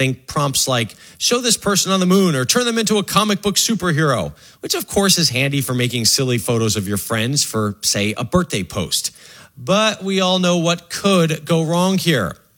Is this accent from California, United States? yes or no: no; New Jersey, United States; I am from New Jersey, and I figured it would be a good idea to make the ultimate pilgrimage as a former New Jersey resident